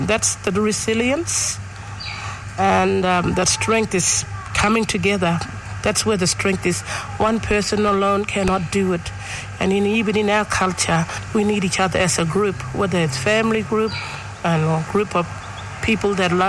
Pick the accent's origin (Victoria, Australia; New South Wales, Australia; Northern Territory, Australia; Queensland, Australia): Northern Territory, Australia; Tennant Creek; I'm from Tennant Creek.